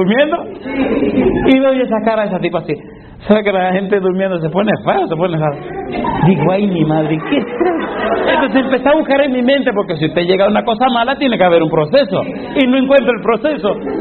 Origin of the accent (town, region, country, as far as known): Ñaña, Lima, Peru